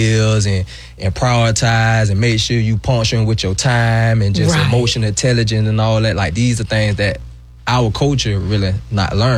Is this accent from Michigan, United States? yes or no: no; Jacksonville, Florida, United States; I'm definitely from Jacksonville. Duval is my home. From the north side, Cleveland Arms.